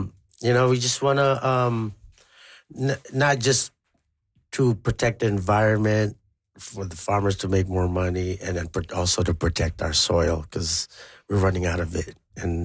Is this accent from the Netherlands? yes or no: no; Philippines; Growing up in the Philippines, it's already so hard.